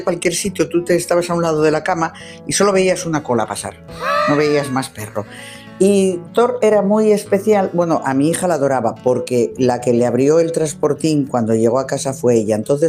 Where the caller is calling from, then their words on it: Asturias, Spain; de Asturias.